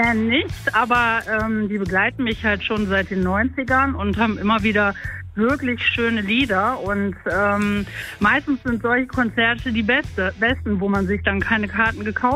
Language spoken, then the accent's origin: German; Hamburg, Germany; aus Hamburg, da muss ich HSV die Däumchen drücken.